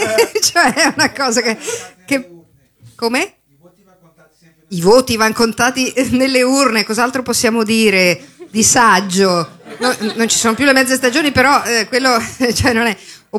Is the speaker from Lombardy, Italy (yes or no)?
yes; Milan, Lombardy, Italy; Io subito tempo e denaro perché sono di Milano